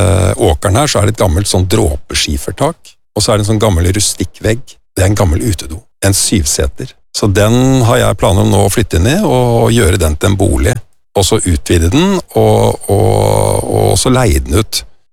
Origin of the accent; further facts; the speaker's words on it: Hvaler, Østfold, Norway; Når vi vokste opp på Vesterøy på Hvaler som barn